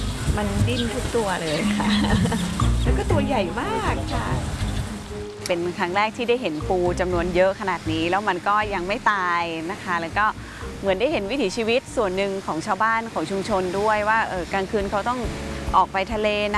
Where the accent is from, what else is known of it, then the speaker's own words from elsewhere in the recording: Chiang Mai, Thailand; born there; เจ้าเป็นคนเชียงใหม่โดยกำเนิด